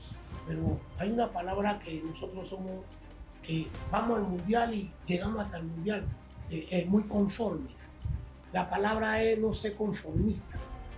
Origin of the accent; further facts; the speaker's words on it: Panama; lo que yo quiero pedirle a mi Panamá